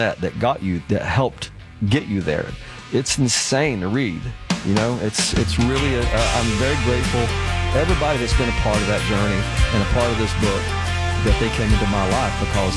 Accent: Tennessee, United States; a kid growing up in East Tennessee, where I would lay on my back and stare up at the stars at night and wonder what was past my county line.

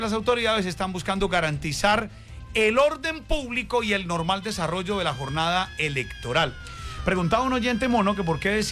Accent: Colombia

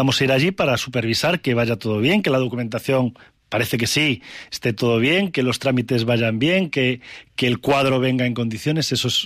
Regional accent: Galicia, Spain; esa emoción que como gallego tenemos que sentir al describir un momento dramático de nuestra historia, un momento que partió a Galicia en dos

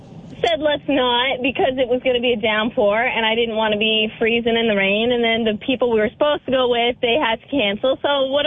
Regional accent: Sayville, New York, United States; Sayville.

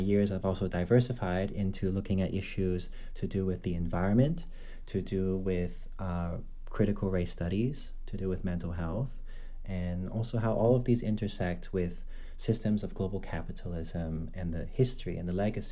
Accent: Hong Kong; also born or lived in United Kingdom; I come to the country from Hong Kong, where I was born and where I was raised. I'm a Filipino-Chinese guy. My dad is Filipino and my mom is Chinese.

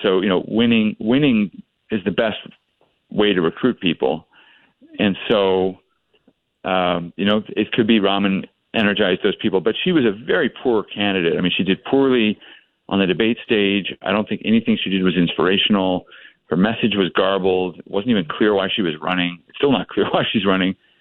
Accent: Pacific Palisades, California, United States; I'm displaced because I'm from the Palisades.

